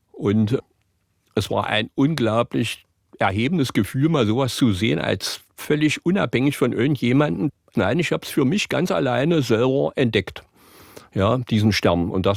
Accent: Magdeburg, Saxony-Anhalt, Germany; Eines Tages stand ich mal da in Magdeburg, wo ich herstamme, auf dem Hof meiner Eltern.

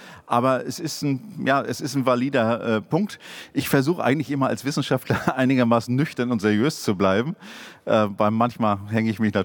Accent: Berlin, Germany; Aber ich fühle mich eigentlich als Berliner, ja.

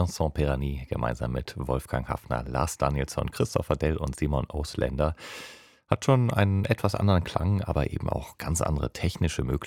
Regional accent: Hamburg, Germany; Ich als Hamburger

